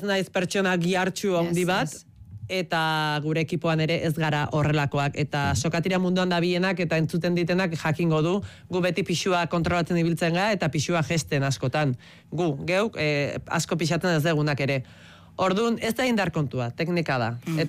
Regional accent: Ibarra, Basque Country, Spain; Eta gero, ni Ibarrakoa naiz, eta nola ez Ibarrako piparra.

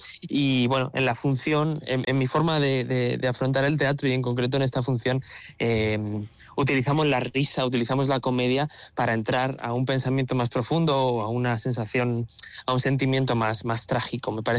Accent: Madrid, Community of Madrid, Spain; No sé si en vuestra tierra ocurrió. Yo soy de Madrid

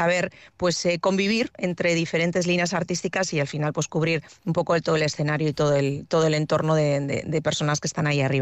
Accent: Basque Country, Spain; A nosotros en Euskadi pues no nos llama la atención porque somos de aquí, somos vascos y aquí llueve

